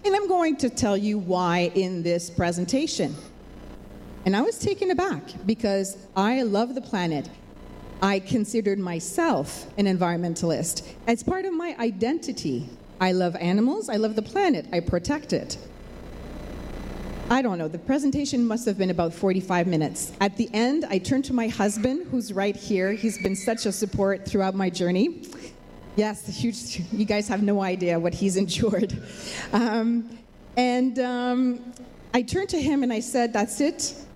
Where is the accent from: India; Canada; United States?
Canada; Montreal, Quebec; also born or lived in Ontario; now in Vancouver, Canada